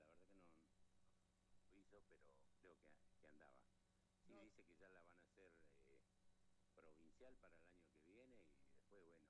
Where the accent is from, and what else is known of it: Argentina